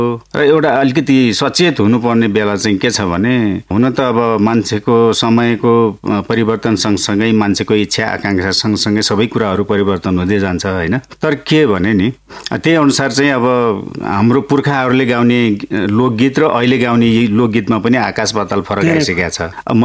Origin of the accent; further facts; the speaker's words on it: Myagdi District, Gandaki Province, Nepal; now in Kathmandu, Nepal; मेरो जन्म चाहिँ म्याग्दी जिल्लाको हालको धौलागिरी गाउँपालिका वडा नम्बर 6 मराङमा भएको हो।